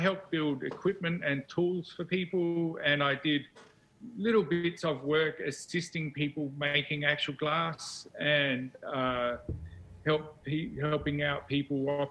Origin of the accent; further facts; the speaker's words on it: Adelaide, South Australia, Australia; moved away; I'm from Adelaide in Australia, been here. My family's been in Australia for 150 years, about maybe 160, 170, for a while.